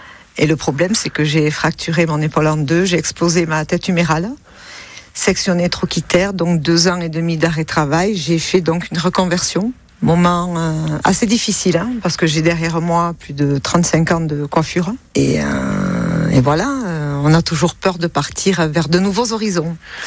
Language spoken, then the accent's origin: French; Buzy, Nouvelle-Aquitaine, France; je vis sur la Reims depuis le mois de mai. Après, je connais évidemment bien la vallée, puisqu'en étant natif de Buzy